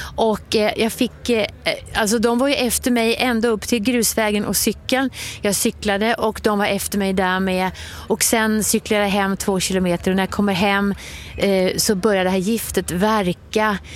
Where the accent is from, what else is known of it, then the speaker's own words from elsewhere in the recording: Mortorp, Kalmar County, Sweden; hemma i Mortorp.